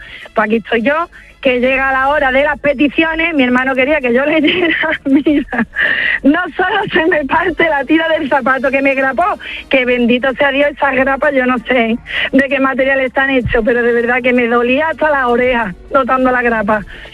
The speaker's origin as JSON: {"language": "Spanish", "town": "Huelva", "region": "Andalusia", "country": "Spain", "said": "tengo un hermano, mira, nosotros somos de Huelva, pero vamos, medio lepero"}